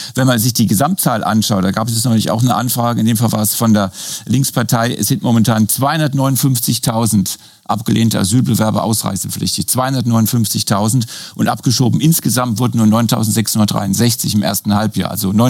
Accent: Syria; jetzt gehe ich zurück in meine Heimat, helft die aufzubauen und meine Heimat ist Syrien.

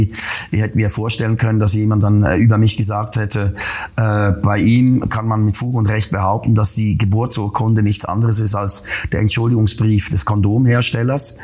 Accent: Switzerland

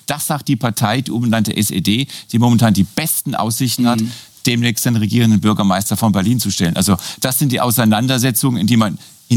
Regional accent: Syria; jetzt gehe ich zurück in meine Heimat, helft die aufzubauen und meine Heimat ist Syrien.

